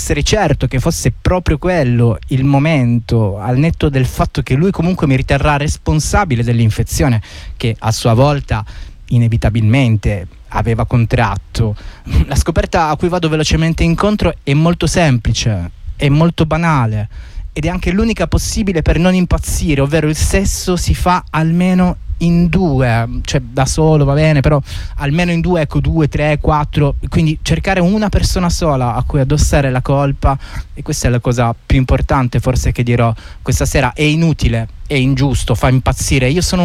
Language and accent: Italian; Basilicata, Italy; now in Bologna, Italy; Prendevo un treno da Bologna verso la mia terra primigena, la Basilicata, per incontrare tutti i parenti